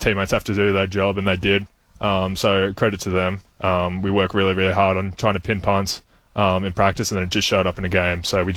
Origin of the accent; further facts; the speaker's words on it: Australia; accent: Australian; now in Arizona, United States; I'm from Australia, we drive on that side of the road.